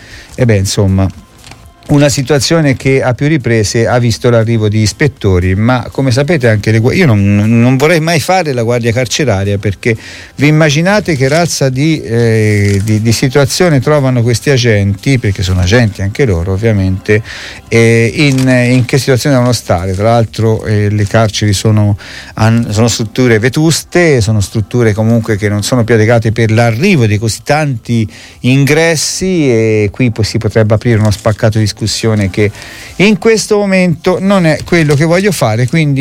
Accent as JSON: {"language": "Italian", "town": "Arezzo", "region": "Tuscany", "country": "Italy", "said": "noi siamo toscani, è vero, siamo aretini, ma siamo sempre toscani"}